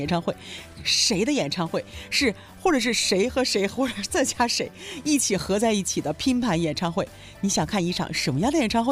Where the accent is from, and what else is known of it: Dalian, Liaoning, China